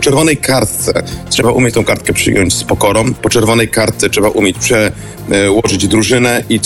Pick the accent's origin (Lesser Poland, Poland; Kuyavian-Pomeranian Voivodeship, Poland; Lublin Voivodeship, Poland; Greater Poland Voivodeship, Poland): Lesser Poland, Poland; Kraków; tylko ja jestem Krakusem i dla mnie najważniejszy jest Kraków.